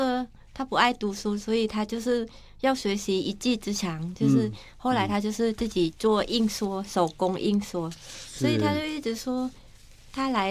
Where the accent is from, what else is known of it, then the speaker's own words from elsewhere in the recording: Thailand; Chinese is a second language; now in Taiwan; 就是因为我公公他也了解我是从泰国过来